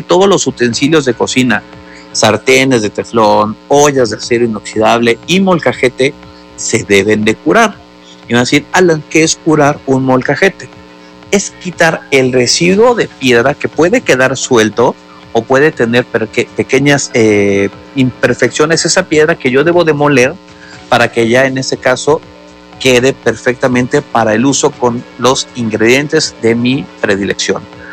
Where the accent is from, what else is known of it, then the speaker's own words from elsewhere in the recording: Mexico; como mexicanos o cocineros mexicanos